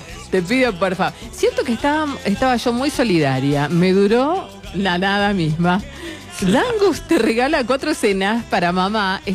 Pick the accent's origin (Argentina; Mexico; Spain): Argentina; somos argentinos, somos argentinos.